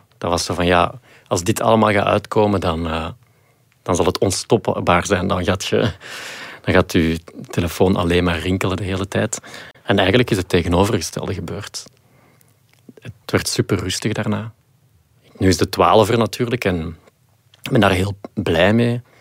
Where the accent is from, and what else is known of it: Flanders, Belgium